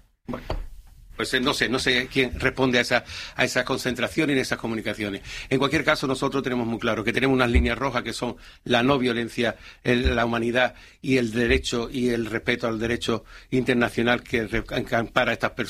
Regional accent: Ceuta, Spain; Somos parte de la ciudadanía de Ceuta, somos socialistas y ceutíes, y esas dos cosas no son incompatibles

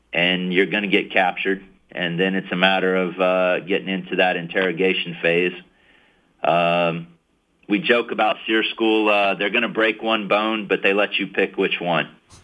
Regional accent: Kansas, United States; But, who knew in those missions, even growing up in Kansas, riding horseback was going to play such a role.

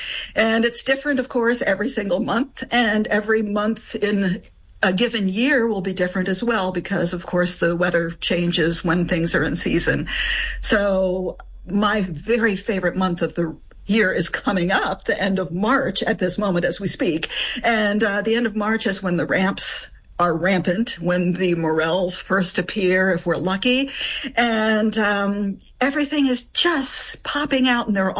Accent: Appalachia, United States; born or raised there; moved away as an adult; also born or lived in France

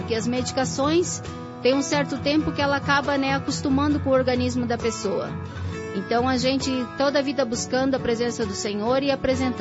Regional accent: Gaspar, Santa Catarina, Brazil; eu sou de Gaspar, Santa Catarina.

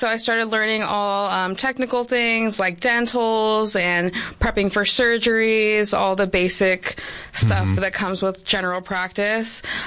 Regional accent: Yuma, Arizona, United States; I was born and raised here in Yuma.

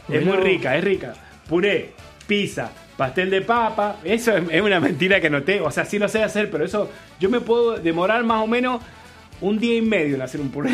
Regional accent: San Juan, Argentina; y me he dado cuenta que los sanjuaninos somos más españoles.

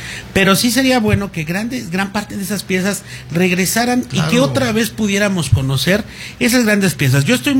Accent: Tula de Allende, Hidalgo, Mexico; nosotros somos de aquí de Tula

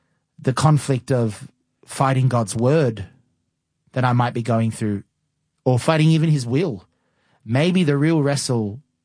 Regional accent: Australia; accent: Australian; My accent might, you know, kind of jolt this a bit because of being Australian.

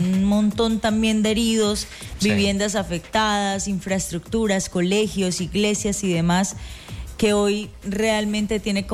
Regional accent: Colombia; porque somos colombianos todos y en estos momentos es cuando más se debe apoyar a la gente de Pereira

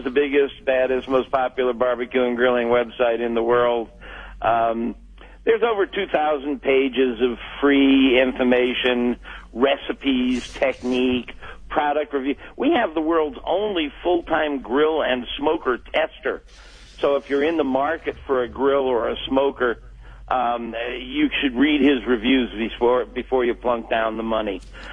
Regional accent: Florida, United States; I was raised in Florida. I'm a University of Florida Gator

